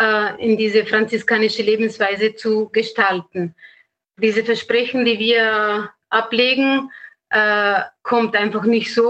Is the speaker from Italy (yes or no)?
yes; Italy; German is a second language; now in Austria; muss sagen, man hat vielleicht aus meiner Sprache gemerkt, dass ich nicht Österreicherin bin, sondern bin Italienerin. Und in Italien, das OFS ist sehr bekannt.